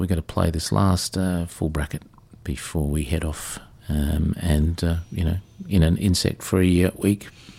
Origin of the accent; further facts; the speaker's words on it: Wales, United Kingdom; I was not from England. Wales, please.